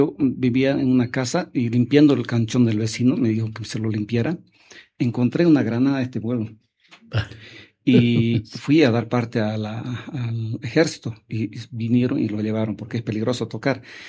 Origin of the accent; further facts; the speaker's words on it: Cuevo, Santa Cruz, Bolivia; 92 soldados orureños defendieron mi pueblo, un pueblo chaqueño, orureño